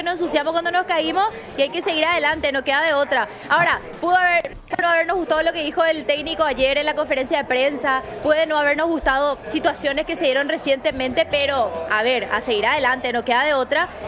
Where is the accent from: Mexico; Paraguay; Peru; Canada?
Paraguay; Somos de Paraguay